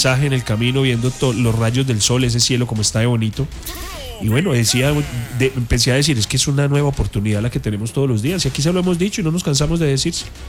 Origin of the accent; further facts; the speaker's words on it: Pereira, Risaralda, Colombia; born there; also born or lived in Circasia, Quindío; A los 2 añitos de nacido, mi señor padre dijo, no, nos vamos para Pereira, y aquí ya llevamos ya 43 años viviendo en esta hermosa ciudad. Pero yo me siento muy orgulloso, me siento un pereirano más, y me siento cada día después de esta tragedia más orgulloso de ser pereirano.